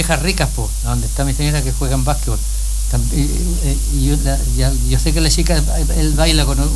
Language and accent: Spanish; Freire, Araucanía, Chile; now in Coyhaique, Chile; en mi tierra, por ejemplo, allá en Freire, al lado de Pituquén, por ahí, soy yo.